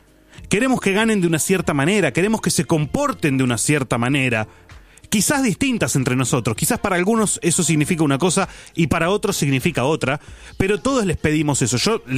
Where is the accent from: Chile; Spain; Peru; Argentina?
Argentina; los chicos que crecimos en Argentina